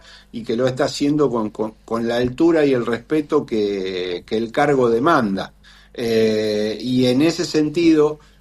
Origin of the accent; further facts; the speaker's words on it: Argentina; nuestro primer grito de revolución como argentinos